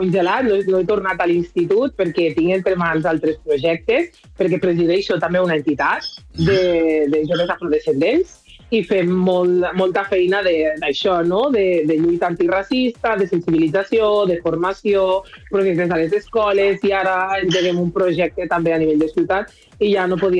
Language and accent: Catalan; Lleida, Catalonia, Spain; born there; jo vaig néixer a Lleida de mare catalana.